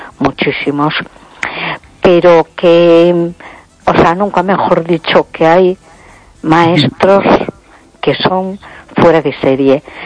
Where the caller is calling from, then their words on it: A Coruña, Galicia, Spain; de Coruña.